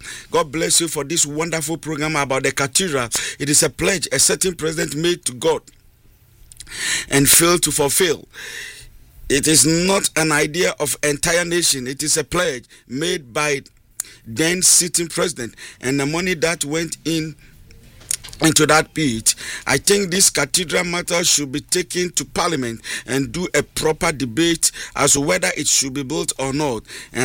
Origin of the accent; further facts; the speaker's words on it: Tema, Greater Accra, Ghana; from Tema. … from Tema.